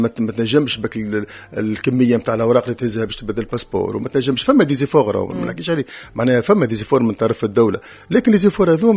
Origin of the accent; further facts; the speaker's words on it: Tunisia; also born or lived in France; احنا سوم دي فرانكو تونيزيان